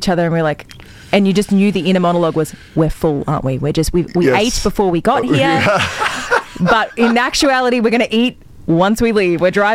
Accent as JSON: {"language": "English", "country": "Australia", "said": "And we're Australian, like we rarely eat indoors, so"}